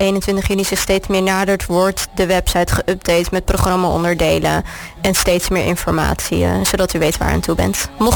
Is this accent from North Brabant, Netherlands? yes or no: no; Capelle aan den IJssel, South Holland, Netherlands; ik kom dus uit Capelle.